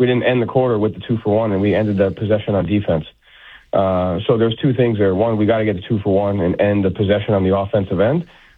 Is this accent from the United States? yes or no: yes; New England, United States; I mean, you know, we're all from New England. You know, we all grew up being short being relatively a-holes.